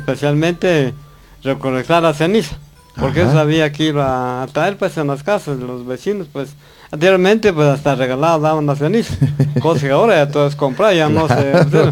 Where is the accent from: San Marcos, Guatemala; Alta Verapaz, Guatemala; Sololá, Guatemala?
San Marcos, Guatemala; vengo de San Isidro Chamac, una aldea